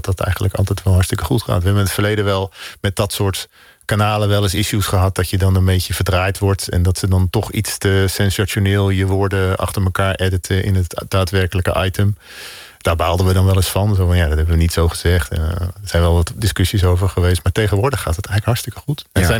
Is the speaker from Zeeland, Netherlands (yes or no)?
yes; Oosterburg, Zeeland, Netherlands; En in mijn ouderlijk huis in Oosterburg, dat lag ligt nog steeds tussen Middelburg en Vlissingen, waar ik ben opgegroeid, dat was vlakbij een tennisbaan.